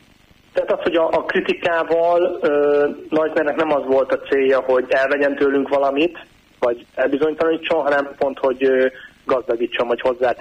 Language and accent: Hungarian; Hungary; itt ugye Magyarországon, hogyha csak a magyar, magyarok vagyunk, meg magyarok hallgatják ezt az adást